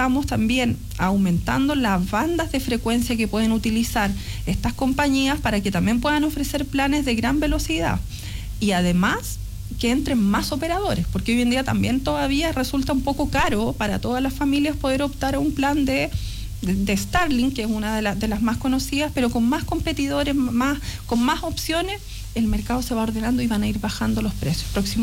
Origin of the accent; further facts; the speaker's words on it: Chile; que también somos todos chilenos